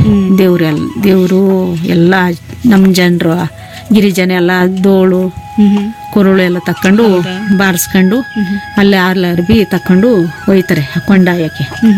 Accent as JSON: {"language": "Kannada", "region": "Karnataka", "country": "India", "said": "ಊರ ಹೆಸರು ಜಾಗನಕೋಟೆ ಹಾಡಿ."}